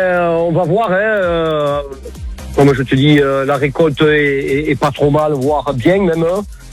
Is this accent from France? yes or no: yes; Sigean, Occitanie, France; Je suis de Sigean, juste à côté de Narbonne.